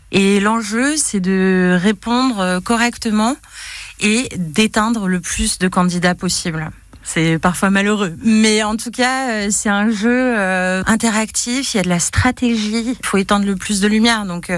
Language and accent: French; Bordeaux, Nouvelle-Aquitaine, France; moved away as an adult; also born or lived in Paris; je suis bordelaise.